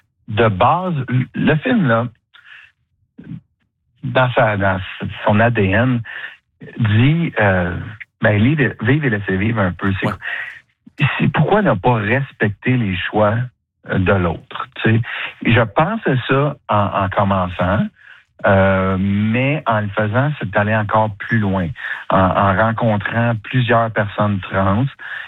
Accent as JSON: {"language": "French", "town": "Drummondville", "region": "Quebec", "country": "Canada", "said": "moi, je viens de Drummondville, je l'ai dit, là. C'est pas très loin de Québec."}